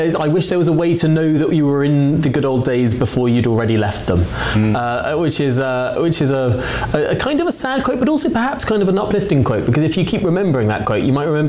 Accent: United Kingdom; Oh, maybe this is me being British after all.

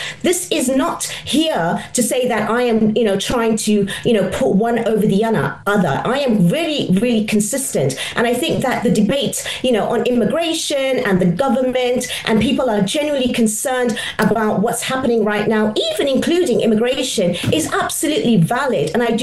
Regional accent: United Kingdom; with regards to me saying that I'm British, I belong, and everyone's saying no, I do not.

